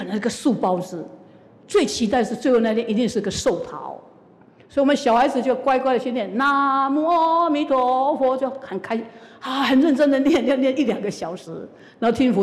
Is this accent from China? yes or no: no; Yilan, Yilan County, Taiwan; Chinese is a second language; 所以我们宜兰人就叫他北门口的师父